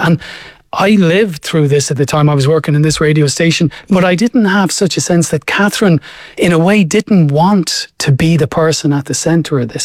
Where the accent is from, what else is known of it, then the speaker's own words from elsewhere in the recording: Ireland; I'm an Irish person as well, reading it in the New York Times